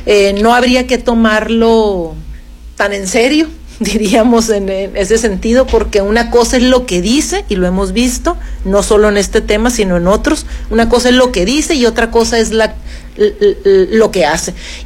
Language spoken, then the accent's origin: Spanish; Mexico